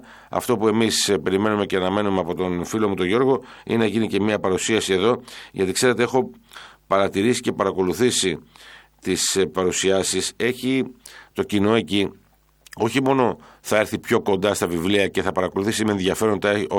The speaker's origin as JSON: {"language": "Greek", "town": "Kardamas", "region": "Western Greece", "country": "Greece", "said": "το χωριό μου που είναι το πατρικό μου."}